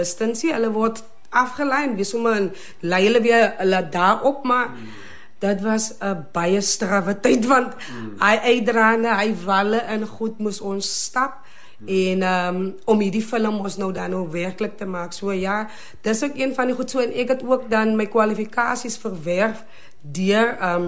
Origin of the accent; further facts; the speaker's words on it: Borgerts, Western Cape, South Africa; ek is hier gebore in Borgerts. So ek het hier geblei, ek het groot geword, my ouders blei nog steeds in Borgerts